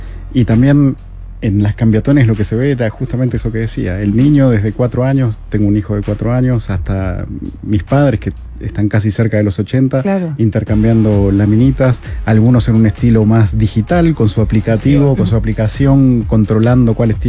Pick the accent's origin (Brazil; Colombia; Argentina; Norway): Argentina; now in Chile; yo siendo argentino